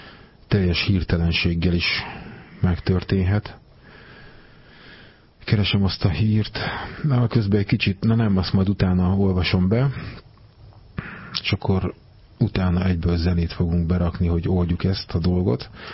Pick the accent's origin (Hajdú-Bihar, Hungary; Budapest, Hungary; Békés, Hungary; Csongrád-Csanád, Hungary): Csongrád-Csanád, Hungary; Csongrád; én ugye Csongrádon születtem